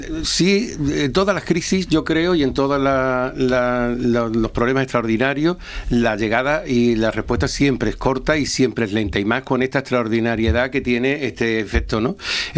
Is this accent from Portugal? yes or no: no; Ceuta, Spain; Somos parte de la ciudadanía de Ceuta, somos socialistas y ceutíes